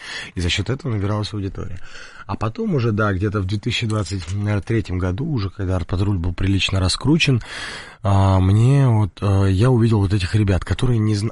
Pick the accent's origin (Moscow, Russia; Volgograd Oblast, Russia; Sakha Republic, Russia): Moscow, Russia; born there; Мы сами родились в Москве, на Бабушкинской.